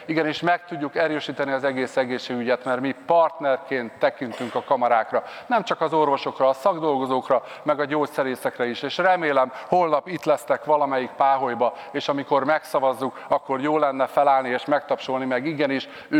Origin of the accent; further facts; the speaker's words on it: Hidas, Baranya, Hungary; Én falun nőttem föl, Hidason